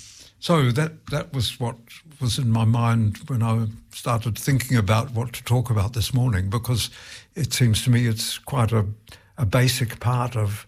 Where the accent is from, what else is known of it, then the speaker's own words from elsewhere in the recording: New Zealand; as a New Zealander, as a Kiwi